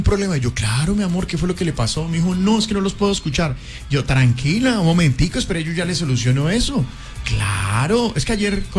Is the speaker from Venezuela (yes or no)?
no; Colombia